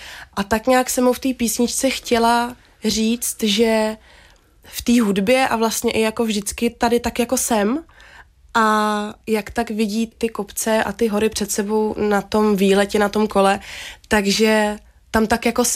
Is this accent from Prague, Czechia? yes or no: yes; Prague, Czechia; born there; Narodila jsem se v Praze, v minulém století ještě, v roce 98.